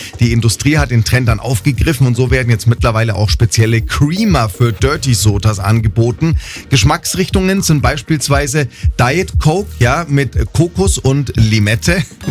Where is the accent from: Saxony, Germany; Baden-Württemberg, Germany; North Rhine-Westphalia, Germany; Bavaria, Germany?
Bavaria, Germany; Erlangen; Übrigen in der Bergkirch bei Erlangen bei Nürnberg. Das ist ja quasi wie das zweite Oktoberfest, ne, aus meiner Heimat.